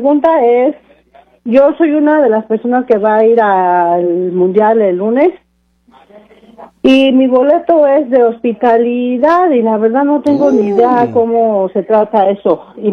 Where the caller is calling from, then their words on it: Renton, Washington, United States; Yo voy a ir de aquí de Renton